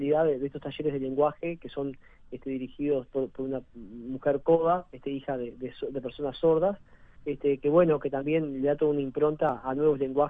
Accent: San Carlos, Maldonado, Uruguay; con Flor los dos somos de San Carlos.

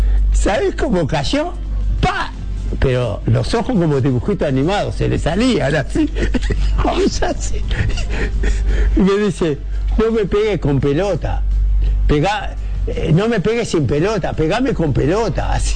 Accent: Uruguay

